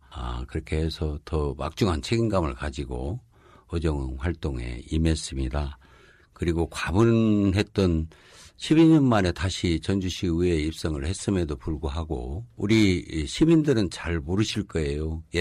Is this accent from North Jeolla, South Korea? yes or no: yes; Jeonju, North Jeolla, South Korea; born or raised there